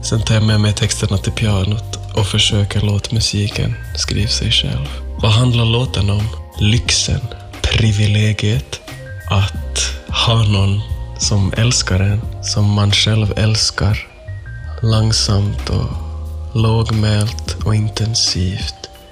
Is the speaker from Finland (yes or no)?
yes; Jakobstad, Ostrobothnia, Finland; Nya Testamentet. Jag är multikonstnär och kulturarbetare från Jeppis med rötter i Malax.